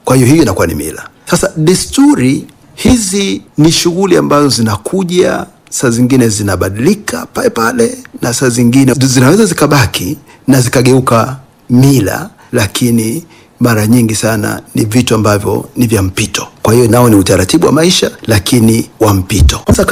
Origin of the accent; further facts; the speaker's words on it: Serengeti District, Mara, Tanzania; Sisi ni Wangoreme na tunatoka wilaya ya Serengeti